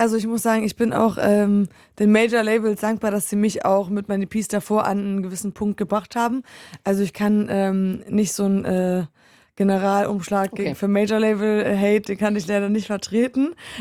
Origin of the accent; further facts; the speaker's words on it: Poland; born there; moved away; ich habe relativ wenig Akzent, dadurch, dass ich da groß geworden bin